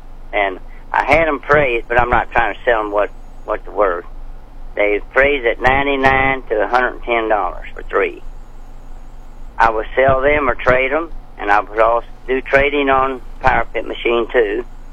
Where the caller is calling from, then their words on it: Franklin, Missouri, United States; Franklin, Missouri.